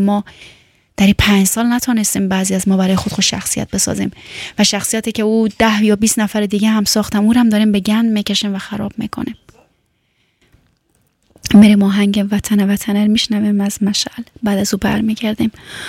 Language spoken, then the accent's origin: Persian; Afghanistan; moved away as an adult; now in Germany; من از افغانستان هستم